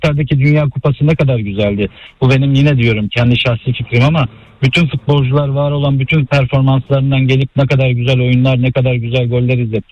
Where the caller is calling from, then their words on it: Istanbul, Turkey; Şu an Bebek'teyim.